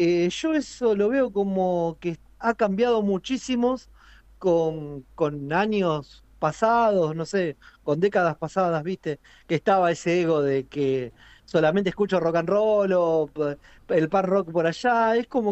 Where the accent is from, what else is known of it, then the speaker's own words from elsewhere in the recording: San Nicolás, Buenos Aires Province, Argentina; born there; now in Rosario, Argentina; yo por ahí no soy rosarino, hace 12, 13 años que vivo acá en Rosario, o sea, yo nací en San Nicolás, acá una ciudad bastante cerca, 70 kilómetros